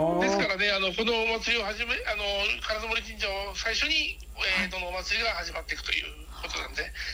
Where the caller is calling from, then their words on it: Tokyo, Japan; 東京新橋でですね、蕎麦屋をやっております、のとじという蕎麦屋をやっております、